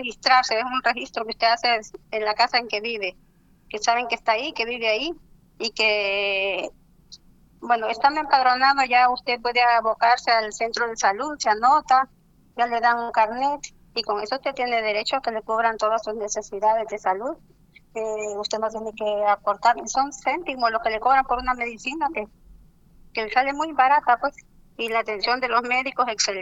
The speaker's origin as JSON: {"language": "Spanish", "town": "Tegucigalpa", "region": "Francisco Morazán", "country": "Honduras", "tie": "born or raised there", "also_born_or_lived": "El Corpus, Choluteca", "moved": "as an adult", "said": "Yo nací en el Corpus, pero viví 50 años en Tegucigalpa. Llegué como de 2 años, 2 años y medio. Y pues amo Tegucigalpa, como que hubiera nacido ahí."}